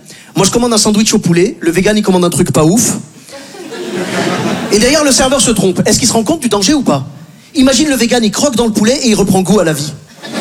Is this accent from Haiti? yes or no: yes; Haiti; now in Paris, France; Je suis très fier en tant qu'Haïtien de vivre à Paris, ok?